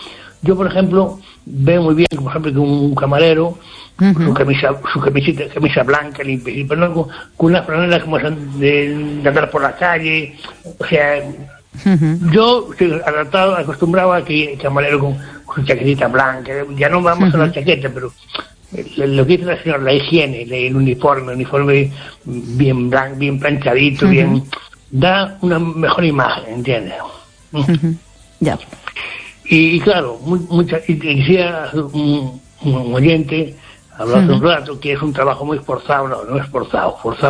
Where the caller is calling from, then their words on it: Ferrol, Galicia, Spain; aquí de Ferrol.